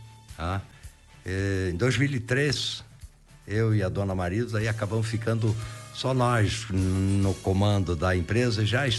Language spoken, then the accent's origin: Portuguese; Concórdia, Santa Catarina, Brazil; eu sou filho de agricultor, eu nasci em Concórdia e durante o período que eu morava lá em Concórdia, nós somos uma família grande, uma família de 11 irmãos.